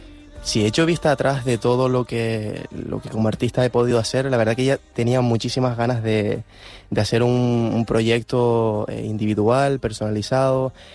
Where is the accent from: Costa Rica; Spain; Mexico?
Spain; Morro Jable, Canary Islands; now in La Laguna, Spain; Pues mira, yo vengo, bueno, soy de Fuerteventura, de Morrojable, que yo siempre, donde quiera que voy, soy un abanderado de mi pueblo.